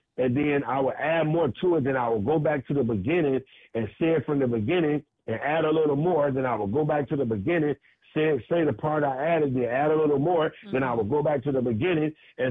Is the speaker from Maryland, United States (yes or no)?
no; Detroit, Michigan, United States; now in Los Angeles, United States; In Detroit, Michigan. I grew up in Detroit, I'm in Los Angeles now, but yeah, I grew up, you know, when I left home at 14